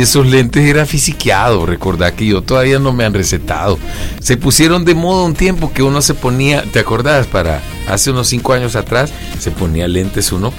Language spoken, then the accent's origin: Spanish; El Salvador